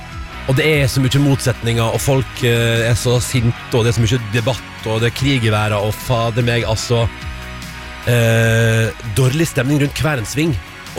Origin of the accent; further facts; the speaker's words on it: Førde, Vestland, Norway; Jeg har vokst opp i Førde, og gikk på barneskole der alle brydde seg om fotball.